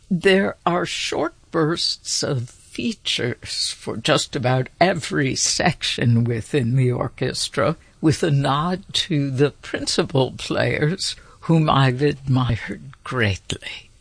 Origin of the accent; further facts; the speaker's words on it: Kentucky, United States; my own roots of growing up in Kentucky, and my mother's roots of growing up in Mississippi.